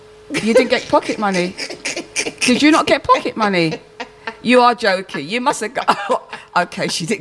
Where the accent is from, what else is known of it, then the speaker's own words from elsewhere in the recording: Brixton, London, United Kingdom; You know, I grew up in Brixton, and we always was out on the street